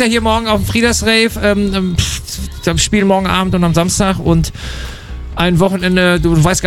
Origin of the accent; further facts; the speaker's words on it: Dortmund, North Rhine-Westphalia, Germany; Ja, aus Dortmund kommst du auch, ich komme auch aus Dortmund